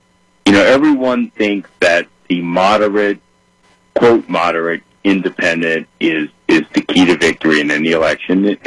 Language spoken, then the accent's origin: English; Louisiana, United States; I'm from Louisiana, and I can get to 10.